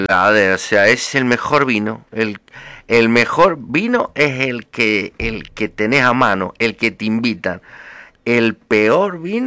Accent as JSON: {"language": "Spanish", "region": "La Rioja", "country": "Argentina", "tie": "born there", "said": "No, mi mamá es santiagueña y yo nací en La Rioja."}